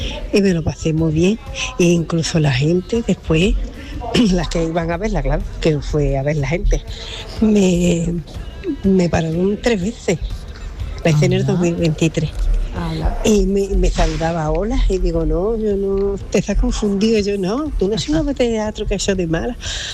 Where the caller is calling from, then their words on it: Algeciras, Andalusia, Spain; de Algeciras.